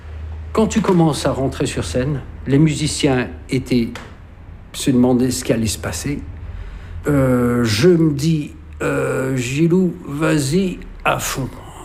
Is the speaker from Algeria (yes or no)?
yes; Algeria; born there; toute ma famille était là, les pieds noirs, parce que je suis né en Algérie.